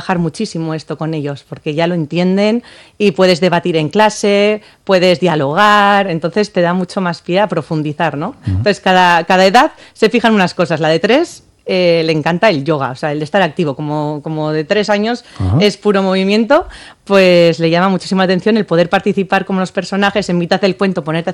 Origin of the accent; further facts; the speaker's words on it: Gatica, Basque Country, Spain; Yo soy de Gatica, exactamente.